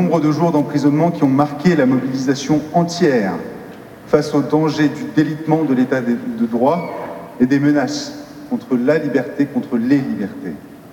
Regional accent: France; En tant que Français

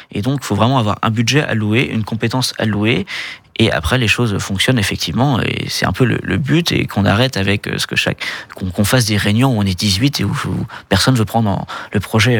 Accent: France; en tant que Français

